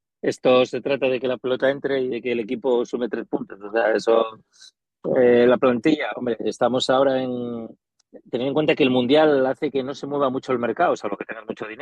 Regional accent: Gijón, Asturias, Spain; como gijonés, como asturiano, la verdad que es una buenísima noticia

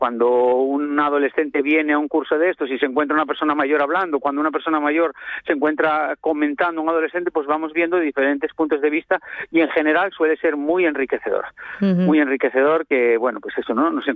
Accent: Villapedre, Asturias, Spain; yo nací en Villapedre, claro. Estudié aquí en Navia, y bueno, pues me hace muchísima ilusión en este caso utilizar las escuelas de mi pueblo

